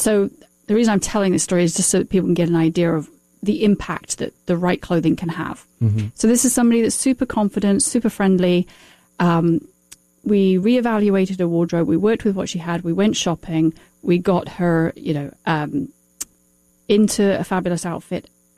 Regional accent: United Kingdom; I'm British.

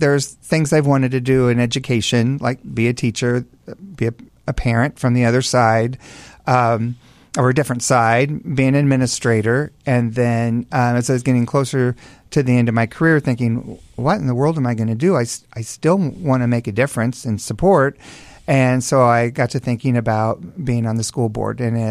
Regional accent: Cuba, Illinois, United States; also born or lived in Havana, Illinois; I was born in Havana, Illinois, but my parents moved then after a few years to Cuba, Illinois, where I went all the way through.

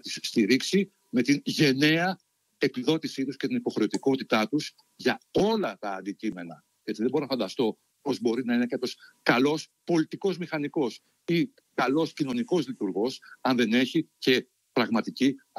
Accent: Greece; moved away as an adult; now in Australia; είμαι ένας Έλληνας πολίτης που φιλοξενείται στην Αυστραλία και περνάει μεγάλο μέρος του χρόνου του εδώ με Έλληνες της Αυστραλίας

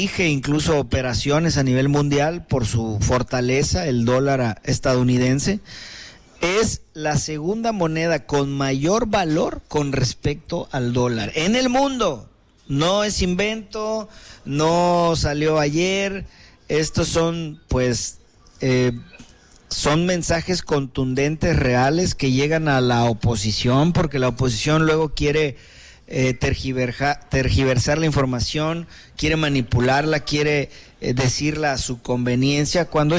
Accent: Guerrero, Mexico

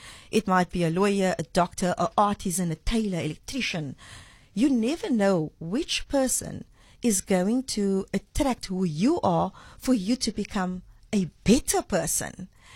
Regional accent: Cape Town, Western Cape, South Africa; we are Cape Townian, we are South African, we live in this beautiful, diverse city and country, and it's called the Rainbow Nation.

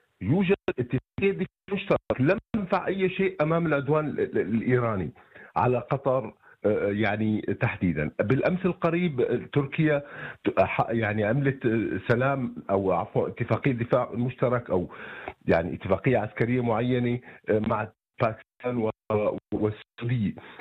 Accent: Syria; أنا اسمح لي أحكي أنا كمواطن سوري يعني بشكل محايد

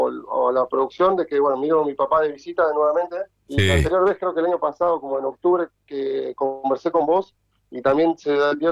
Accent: Argentina; moved away

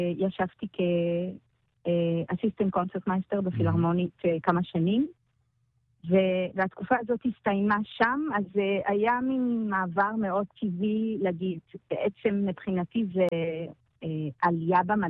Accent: Lausanne, Vaud, Switzerland; Hebrew is a second language; moved away as an adult; now in Israel; אני גדלתי בשוויץ, הצרפתית, בלוזאן, כן.

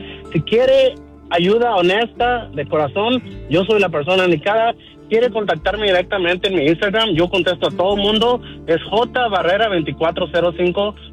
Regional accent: Nayarit, Mexico; also born or lived in Tepic; Mira, chicas, yo vine, nací en Nayarit, ¿ok? Yo nací en Tepic, pero yo crecí en un rancho que es un paraíso, que si yo volviera a nacer tres veces me regreso para atrás.

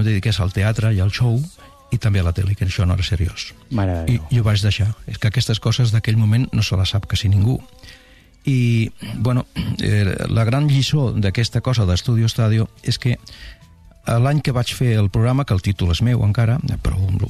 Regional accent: Barcelona, Catalonia, Spain; Recordo que al meu barri, a Sant Gervasi, hi havia un alcalde d'aquell moment, bon tipus

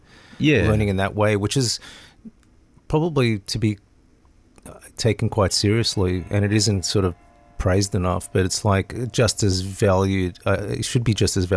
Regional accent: Sydney, New South Wales, Australia; Well, I was born in Sydney. Okay. I pretty much grew up in Bondi.

